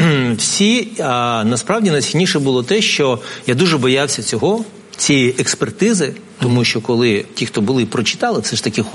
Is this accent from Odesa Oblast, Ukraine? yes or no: no; Sumy, Sumy Oblast, Ukraine; Я сам із Сум